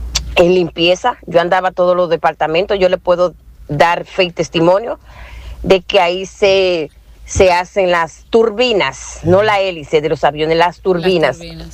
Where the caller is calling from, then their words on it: Lynn, Massachusetts, United States; yo vivo en Lynn y esto no es campo.